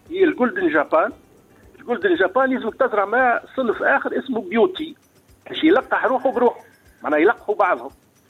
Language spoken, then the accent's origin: Arabic; Sahel, Tunisia; اللوز مثلا اللي يمشي عندنا في الساحل هنا العشاق القسنطيني الزحاف المازيتو والزهر.